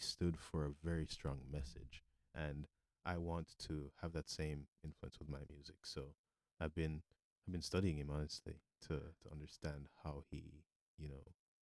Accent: Jamaica; Obviously, I grew up in Jamaica

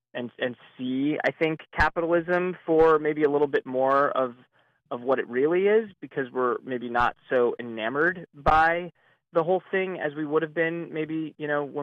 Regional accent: Ohio, United States; I am from Ohio

